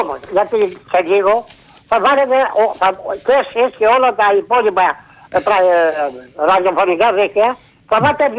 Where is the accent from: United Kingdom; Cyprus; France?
France; είμαι από το Γαλλία.